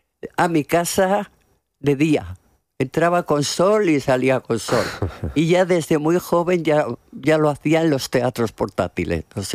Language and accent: Spanish; Aragon, Spain; siendo la maña de siempre